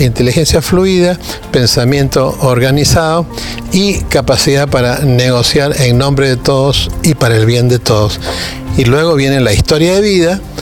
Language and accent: Spanish; Peru; Mi gran consejo fraterno como peruano